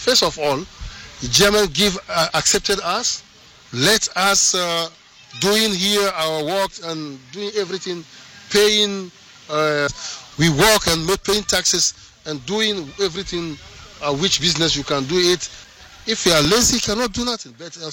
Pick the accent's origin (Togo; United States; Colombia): Togo; English is a second language; I can understand it, speak it a little bit, but I'm from Togo.